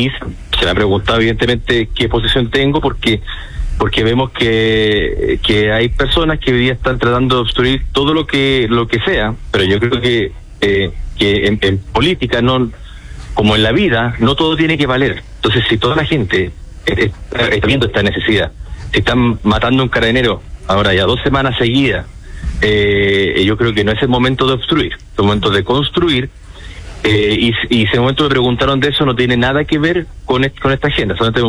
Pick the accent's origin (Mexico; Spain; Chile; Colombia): Chile; Magallanes; Entonces yo estoy cansado, uno como chileno, pero además como magallánico, con el manoseo que se ha dado Estrecho Magallanes.